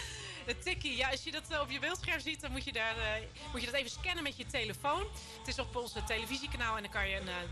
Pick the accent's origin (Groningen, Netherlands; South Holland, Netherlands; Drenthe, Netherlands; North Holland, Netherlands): North Holland, Netherlands; now in Amsterdam, Netherlands; ik kom oorspronkelijk uit West-Friesland.